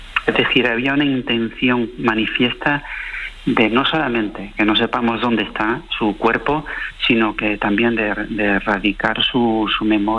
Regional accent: Granada, Andalusia, Spain

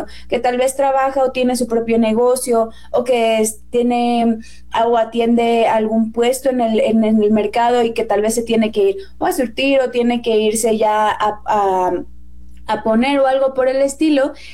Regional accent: Mexico; porque mi sangre es guatemalteca, voy a decir yo. No, o sea, con mucho orgullo por todo a México y me siento orgullosamente mexicana, pero pues también de mis raíces no me siento avergonzada.

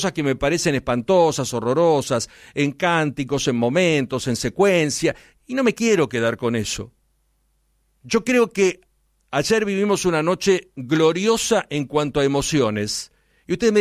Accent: Argentina; Somos argentinos y defendemos algo.

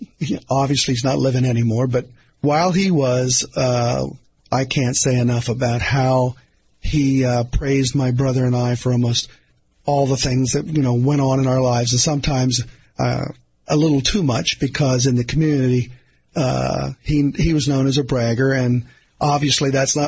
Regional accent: Lititz, Pennsylvania, United States; we're from Lititz originally, obviously born and raised in Lititz, Pennsylvania.

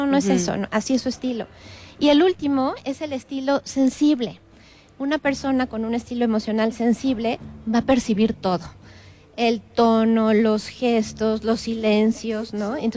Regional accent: Mexico; Por ejemplo, ¿cómo somos los mexicanos? Uh-huh. Somos como un jarrito de tlaquepaque.

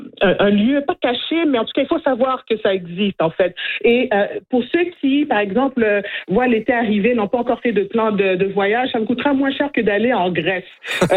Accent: Manitoba, Canada; ici chez nous au Manitoba.

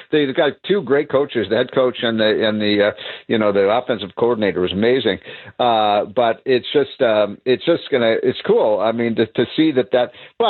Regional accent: Winnetka, Illinois, United States; I was born in Winnetka, Illinois. I went to Neutra High School. I went to the University of Illinois. I'm not just an American. I'm an Illini.

